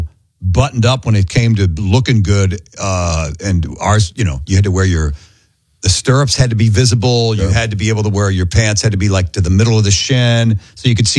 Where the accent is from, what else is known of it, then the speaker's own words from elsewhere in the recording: Iowa, United States; Growing up in Iowa, which where they still have summer baseball, by the way, it was exciting that you know you'd actually have crowds of people that weren't your parents come watch you play because it was a beautiful night in your hometown